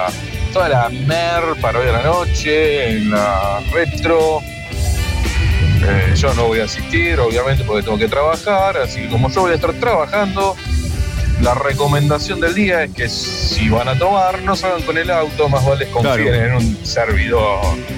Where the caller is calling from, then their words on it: Argentina; Soy argentino